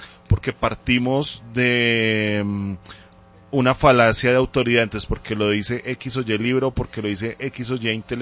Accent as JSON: {"language": "Spanish", "region": "Bogotá", "country": "Colombia", "said": "pero yo soy bogotano 100%, sureño."}